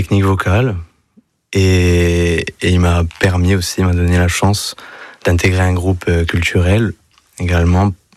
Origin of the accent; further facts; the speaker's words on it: Bastia, Corsica, France; De Bastia, moi, du coup.